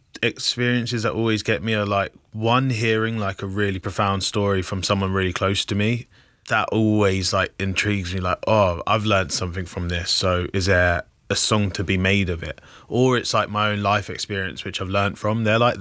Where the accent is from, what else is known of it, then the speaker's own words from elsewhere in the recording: Luton, East of England, United Kingdom; I grew up in Luton